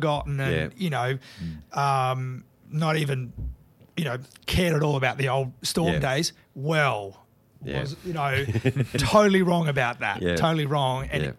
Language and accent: English; Launceston, Tasmania, Australia; I'm a country boy. I'm from Launceston. I grew up on a farm.